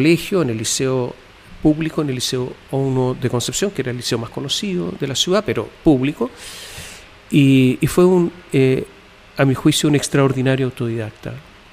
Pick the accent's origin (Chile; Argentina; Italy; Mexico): Italy; also born or lived in United States